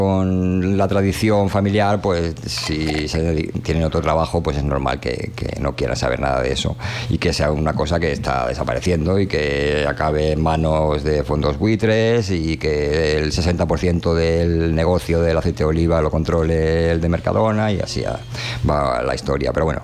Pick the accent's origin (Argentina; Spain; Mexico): Spain; Toledo, Castilla-La Mancha; Bueno, pues las Tierras Medias, que nací en Toledo. Toledo, capital del reino donde nunca se pone el sol, si mal no recuerdo.